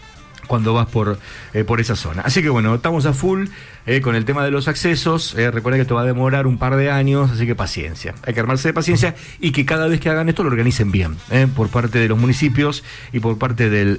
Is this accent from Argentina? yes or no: yes; Argentina